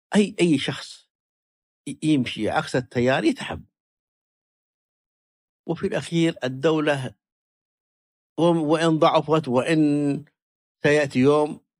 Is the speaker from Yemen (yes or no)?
yes; Yemen